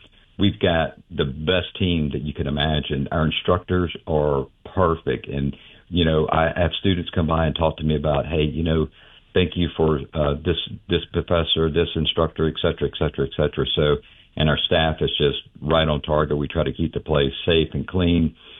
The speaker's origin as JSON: {"language": "English", "region": "Alabama", "country": "United States", "tie": "born or raised there", "also_born_or_lived": "Atlanta / Louisiana", "moved": "as an adult", "said": "I grew up in Alabama, so I was born and raised in Alabama. After college, I went up to Atlanta and was there for a while and then recruited by Governor Jindal down in Louisiana"}